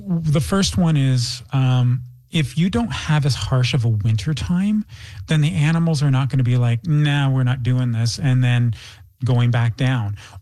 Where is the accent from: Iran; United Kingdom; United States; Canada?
Canada; Toronto, Ontario; I'm from Toronto.